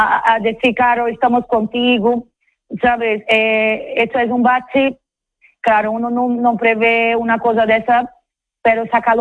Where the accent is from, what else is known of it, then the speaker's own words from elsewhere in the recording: São Luís, Maranhão, Brazil; now in Spain; Claro, San Luis es mi pueblo en Brasil.